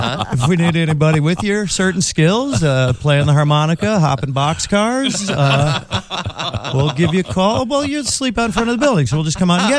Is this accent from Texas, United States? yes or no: no; Chicago, Illinois, United States; Well, I'm originally from Chicago, which I love being from the Midwest, you know.